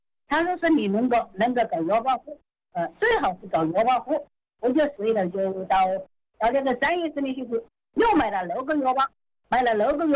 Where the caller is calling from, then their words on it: Honghu, Hubei, China; 我是洪湖的，洪湖关前镇的。